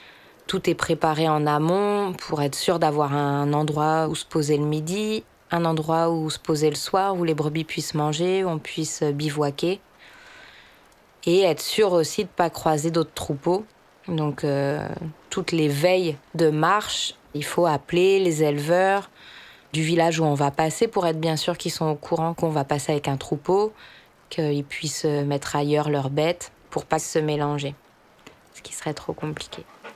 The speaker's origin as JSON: {"language": "French", "region": "Brittany", "country": "France", "tie": "born there", "moved": "yes", "lives_now": "Marseille, France", "said": "je vais avoir bientôt 36 ans. Je suis née en Bretagne, dans les Côtes d'Armor. Je vis actuellement à Marseille."}